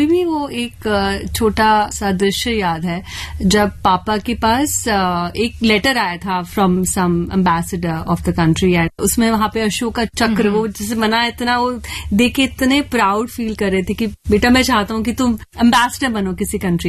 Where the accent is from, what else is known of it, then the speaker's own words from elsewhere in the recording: Bareilly, Uttar Pradesh, India; मैं एक छोटे शहर से हूँ, मैं बरेली से हूँ